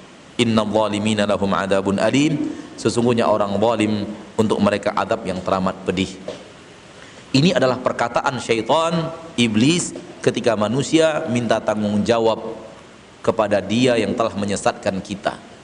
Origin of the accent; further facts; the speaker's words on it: West Sumatra, Indonesia; Kita ini orang Minang, Pak. Kita ini orang Minang, udah tahu kita.